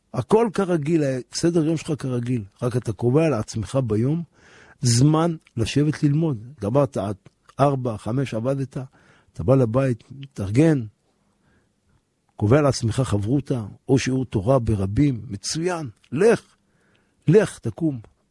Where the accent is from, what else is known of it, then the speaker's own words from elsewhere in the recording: Jerusalem, Jerusalem District, Israel; born there; אני נולדתי בשכונת בוחרים בירושלים.